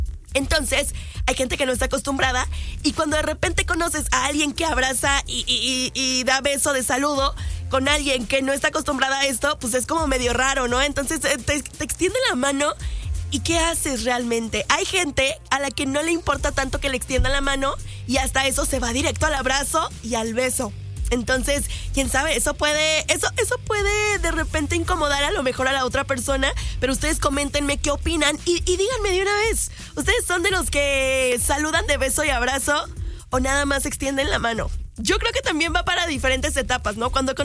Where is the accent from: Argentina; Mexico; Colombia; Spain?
Mexico; nosotros como mexicanos